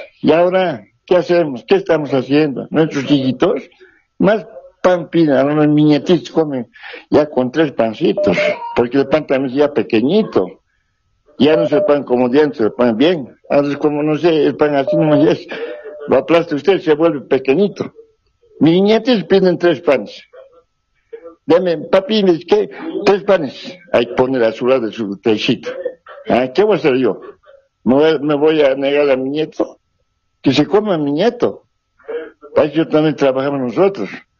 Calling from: Bolivia; nosotros bolivianos

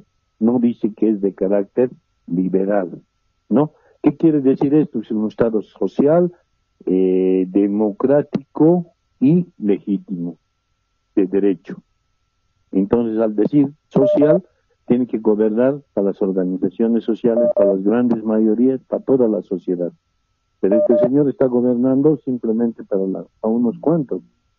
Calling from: El Alto, La Paz, Bolivia; de la ciudad del Alto.

